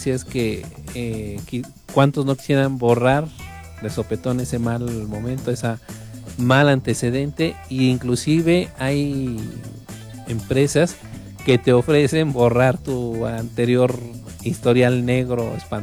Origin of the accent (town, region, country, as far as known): Mexico